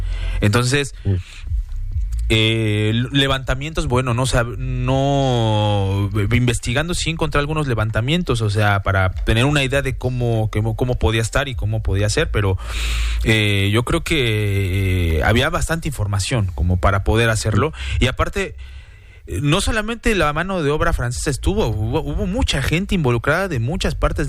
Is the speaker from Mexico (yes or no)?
yes; Mexico